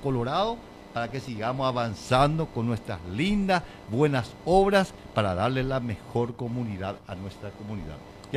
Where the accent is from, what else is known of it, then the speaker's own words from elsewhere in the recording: Fram, Itapúa, Paraguay; como paraguayo, como frameño